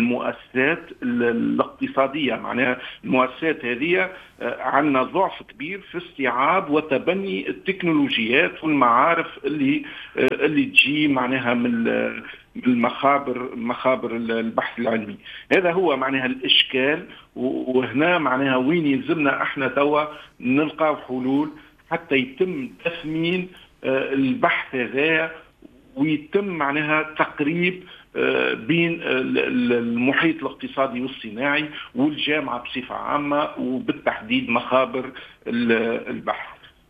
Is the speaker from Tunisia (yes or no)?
yes; Tunisia; احنا في تونس